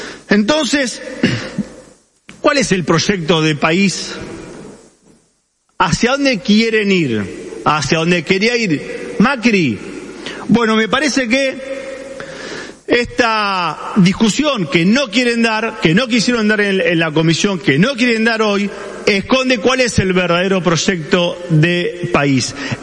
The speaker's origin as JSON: {"language": "Spanish", "country": "Argentina", "said": "somos argentinos y reivindicamos la lucha de nuestros próceres que dieron su vida por nuestro país"}